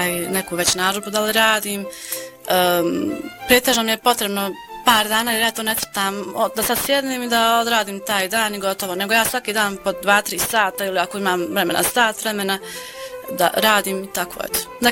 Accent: Gračanica, Federation of Bosnia and Herzegovina, Bosnia & Herzegovina; also born or lived in Bijeljina; ja nisam baš rodom iz Gračanice, ja sam rodom iz Bijeljine, ali ovdje sam provjela svoje djetinstvo i svoje najljepše dane

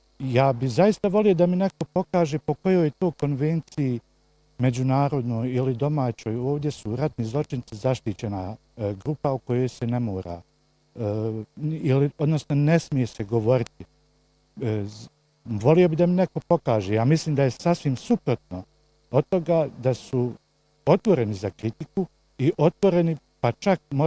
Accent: Bosnia & Herzegovina; da ja kao Bošnjak, kako ću ja imati mišljenje o presuđenom ratnom zločincu Ratku Mladiću?

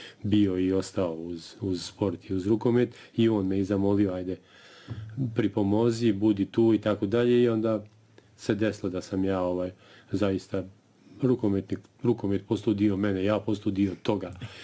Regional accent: Derventa, Republika Srpska, Bosnia & Herzegovina; born there

